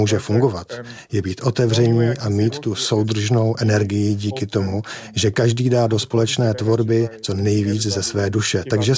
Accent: Slovakia; moved away as an adult; also born or lived in Wrocław / Glasgow; moje máma je Slovenka a táta Japonec, takže jsem vyrostl na Slovensku

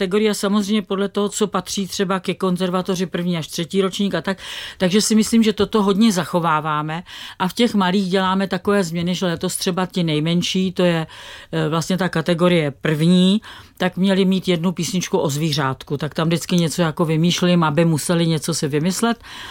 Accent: Prague, Czechia; jelikož já jsem jako Pražák, že jo, a vlastně na konzervatoři jsem učila několik desítek let na pražské konzervatoři

